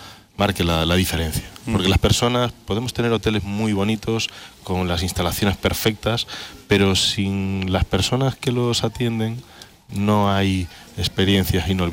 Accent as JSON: {"language": "Spanish", "region": "Galicia", "country": "Spain", "moved": "yes", "lives_now": "Marbella, Spain", "said": "Yo soy gallego."}